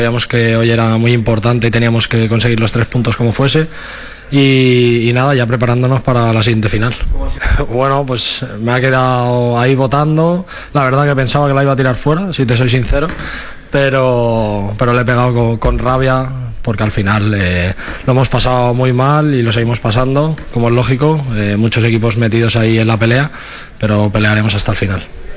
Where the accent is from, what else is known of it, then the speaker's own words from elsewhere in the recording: Valencian Community, Spain; yo que soy valenciano